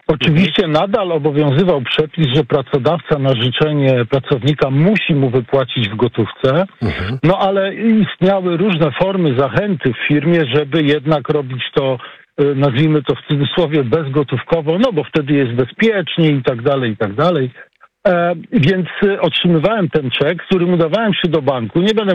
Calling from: Warsaw, Masovian Voivodeship, Poland; z Warszawy.

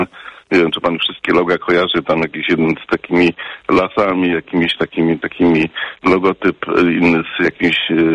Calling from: Lubusz Voivodeship, Poland

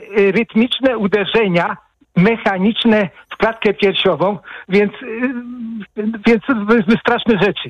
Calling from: Płock, Masovian Voivodeship, Poland; Ja jestem z Płocka

